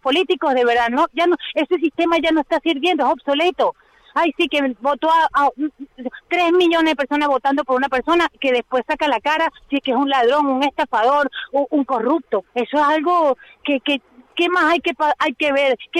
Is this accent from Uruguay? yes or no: no; Venezuela; moved away as an adult; now in Spain; todos los profesionales de Venezuela nos hemos ido. Yo me incluyo, me fui yo también, todos.